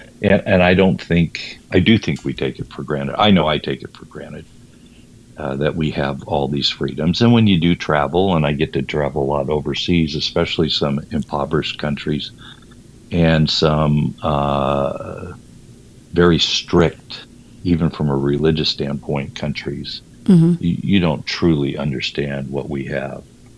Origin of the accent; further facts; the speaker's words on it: California, United States; So being born and raised in California